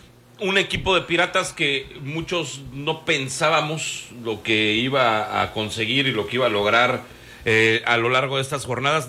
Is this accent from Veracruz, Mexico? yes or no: yes; Coatepec, Veracruz, Mexico; No, pero un cafecito, mira, soy de Coatepec, bien sabroso.